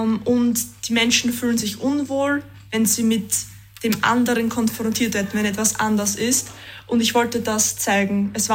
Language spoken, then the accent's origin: German; Tyrol, Austria; now in Ireland; Ich liebe Tirol, es ist meine Heimat, aber manchmal würde ich sagen, braucht man Abstand